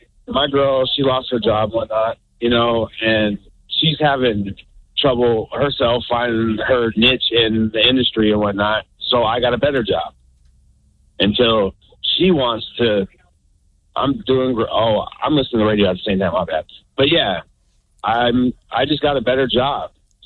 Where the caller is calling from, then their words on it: Las Vegas, Nevada, United States; I'm from Vegas